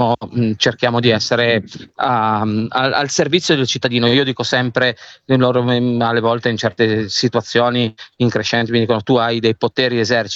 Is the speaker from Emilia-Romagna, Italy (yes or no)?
no; Sanremo, Liguria, Italy; born there; io sono originario abruzzese, però sono nato a Sanremo